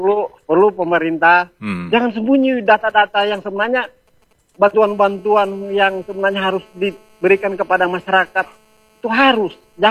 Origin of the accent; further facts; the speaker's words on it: Airmadidi, North Sulawesi, Indonesia; Walaupun saya Kancingan, saya asli Armadi, saya lahir di Armadi.